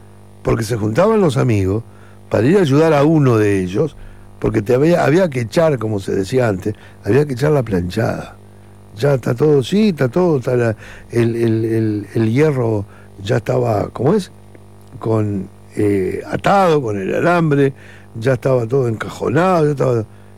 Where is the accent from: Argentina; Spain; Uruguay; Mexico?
Uruguay; born there; Sí, yo nací acá en el Uruguay, acá, a 2 cuadras de la plaza, a 1 cuadra de la plaza.